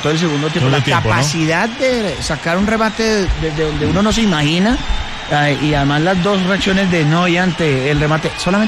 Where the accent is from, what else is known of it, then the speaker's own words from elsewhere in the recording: Ecuador; Soy ecuatoriano.